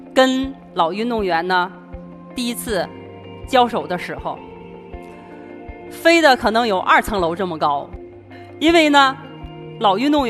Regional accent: Fuxin Mongol Autonomous County, Liaoning, China; 我的家乡呢，是在辽宁省阜新蒙古族自治县的一个小山村。

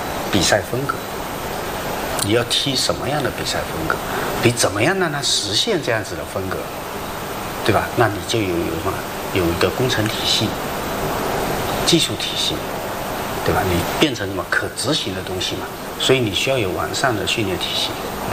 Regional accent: China; 当下我们中国人中国足球最欠缺的

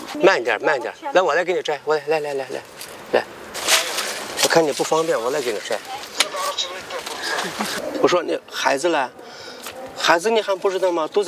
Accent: Turpan, Xinjiang, China; 大家好，我是新疆吐鲁番托塔沟土生土长的一个少数民族。今年呢我56岁了，我是69年的。

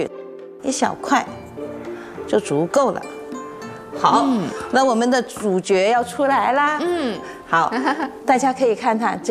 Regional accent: Guangdong, China; 你说我们广东人炖汤，大家觉得很花时间

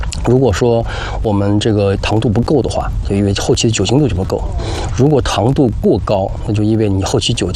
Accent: Ningxia, China; 首先在宁夏，在我的家乡宁夏平原呢，它的存在就是因为有这贺兰山的屏障

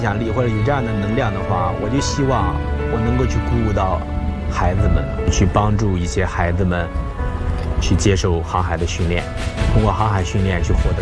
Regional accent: China; 这是我们中国人最有仪式感的事情了

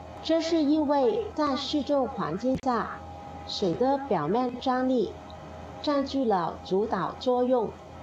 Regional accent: Hong Kong; 它是纪念我们香港回归祖国的金紫荆广场的粘土手工

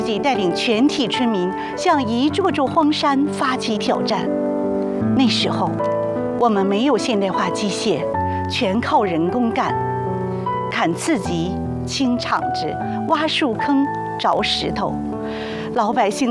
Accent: Liaoning, China; 是土生土长的大梨树姑娘，中专一毕业就回到村里工作。

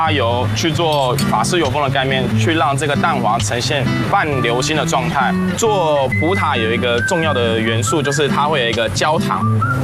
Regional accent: Taiwan; 我是台湾。

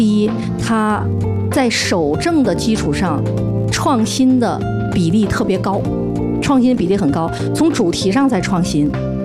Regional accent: Henan, China; 我是来自河南的，那我对于中原地区的布老虎是比较了解的

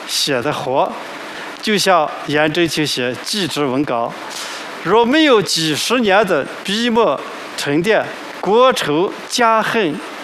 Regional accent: Northwest China, China; 我小时候在西北农村

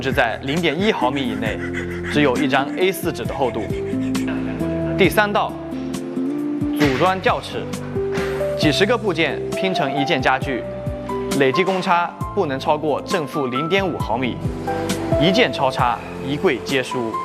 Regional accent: Nankang, Jiangxi, China; 我来自有着中国实木家居之都称号的江西南康。

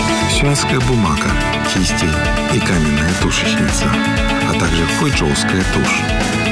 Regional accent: Russia; now in China; я из России. Более 10 лет живу в провинции Анхой.

